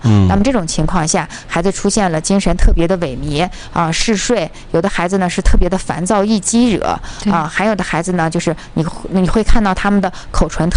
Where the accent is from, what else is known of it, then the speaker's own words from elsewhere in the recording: China; 我们中国人